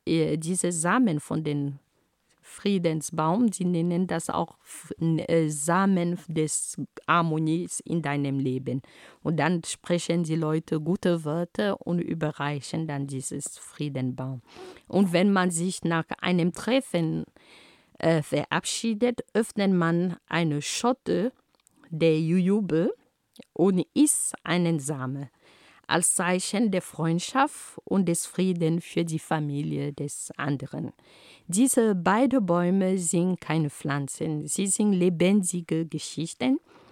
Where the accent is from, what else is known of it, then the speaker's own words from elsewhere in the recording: Cameroon; first language Romala; German is a second language; In meiner Heimat Kamerun reißt dieser Baum Pfeking oder Pfeking, je nach Region oder Sprache. Also meine Muttersprache lautet Romala.